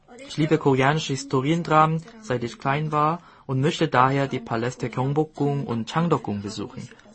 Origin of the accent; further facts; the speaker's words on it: Kazakhstan; German is a second language; Ich komme aus Kasachstan.